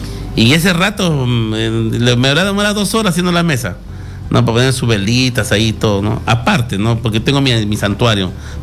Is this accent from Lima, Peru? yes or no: no; Catacaos, Piura, Peru; Yo soy de Catacaos, Piura, yo soy de Catacaos.